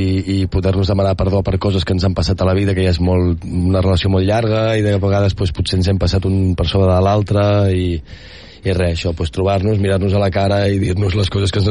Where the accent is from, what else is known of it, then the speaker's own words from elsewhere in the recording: Rupià, Catalonia, Spain; Estat de Rupià, del meu poble.